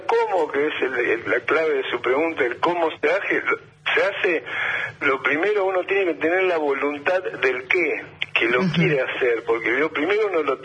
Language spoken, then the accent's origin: Spanish; Rosario, Santa Fe, Argentina; Sí, en Rosario empecé a jugar en el club Gimnasia de Grima de Rosario.